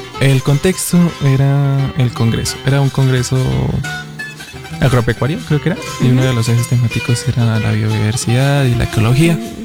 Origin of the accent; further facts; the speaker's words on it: Santander, Colombia; moved away as an adult; como colombianos, o sea, no era el único colombiano